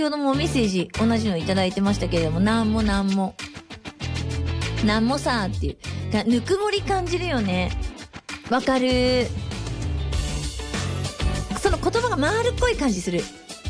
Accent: Hokkaido, Japan; accent: Hokkaido dialect; 私今日めちゃくちゃ北海道弁使ってることに気づいてたよ

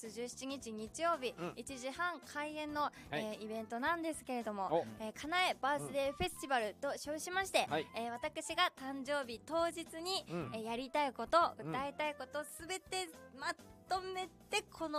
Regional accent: Rumoi, Hokkaido, Japan; also born or lived in Muroran; まあルモイで育ちましたね、

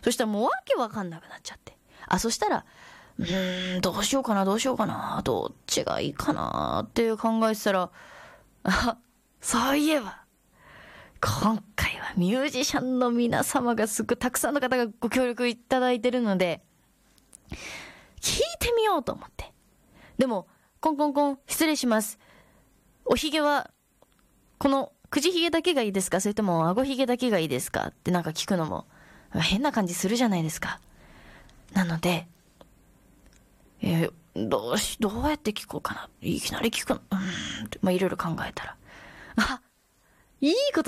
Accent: Miyazaki, Japan; 私と同じ宮崎県出身でございます

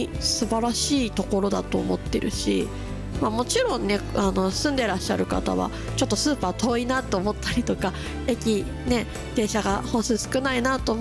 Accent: Kanagawa, Japan; ずっと神奈川県で生まれて育ってるから

